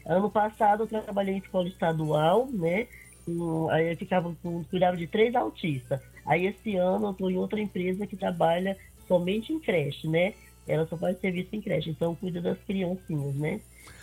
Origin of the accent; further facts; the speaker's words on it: Ceará, Brazil; como agora eu queria estar na minha terrinha no Ceará?